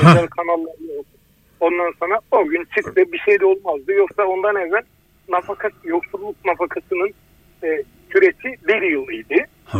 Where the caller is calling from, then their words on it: Manisa, Turkey; Manisa'dan arıyorum.